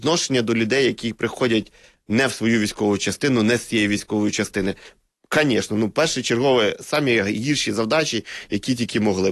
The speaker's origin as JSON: {"language": "Ukrainian", "region": "Luhansk Oblast", "country": "Ukraine", "said": "хто може знати про Луганську землю, як не ми, місцеві, які прийшли з Луганської землі."}